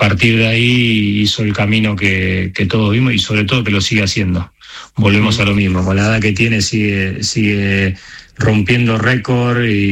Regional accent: Argentina; Y como decimos nosotros, que es un extraterrestre.

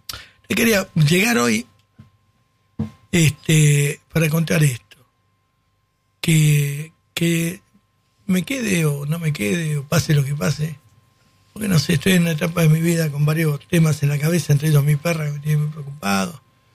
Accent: Basque Country, Spain; Pero uno nace así. Yo soy vasco. Vasco. Los vascos somos muy jodidos.

